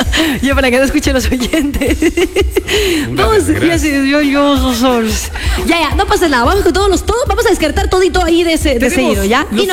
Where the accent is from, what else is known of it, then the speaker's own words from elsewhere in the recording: Sierra, Ecuador; yo soy serrana, por ejemplo. 100% serrana.